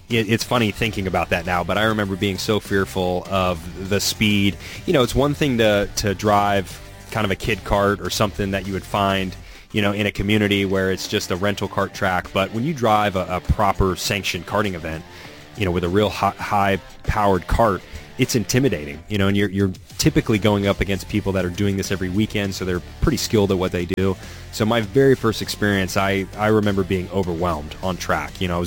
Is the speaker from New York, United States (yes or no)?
no; Nashville, Tennessee, United States; I'm from Nashville, Tennessee